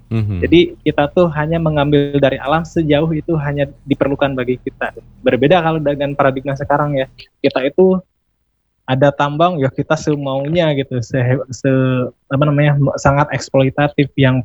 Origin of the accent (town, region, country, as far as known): Indonesia